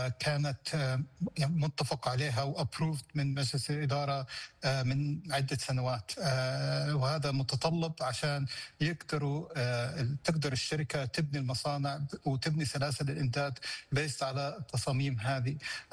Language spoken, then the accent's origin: Arabic; Saudi Arabia; نحن عندنا بالسعودية